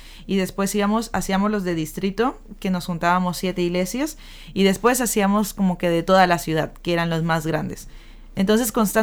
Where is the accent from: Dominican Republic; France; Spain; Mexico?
Mexico; now in Argentina; Yo vengo de México, entonces mis programas son muy norteamericanos.